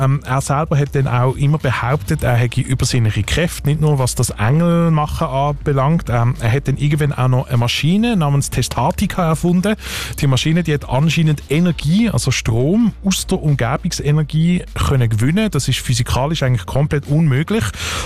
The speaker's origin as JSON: {"language": "German", "country": "Switzerland", "said": "denkst dann, so etwas könnte also bei uns in der Schweiz nie möglich sein."}